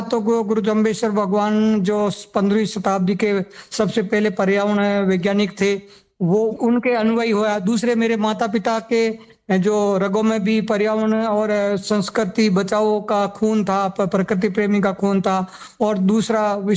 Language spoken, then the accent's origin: Hindi; Rajasthan, India; मैं ओशिया तहसील के गांव एकलगोरी का रहने वाला हूं